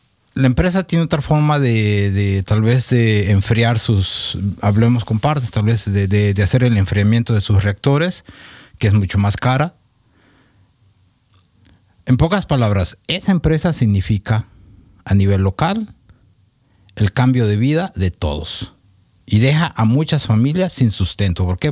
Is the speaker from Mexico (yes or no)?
yes; Mexico; Que yo soy mexicano y lo digo de todo corazón